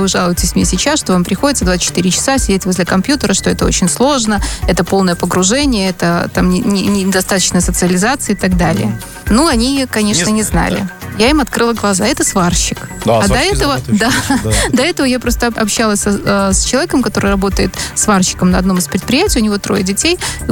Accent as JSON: {"language": "Russian", "country": "Belarus"}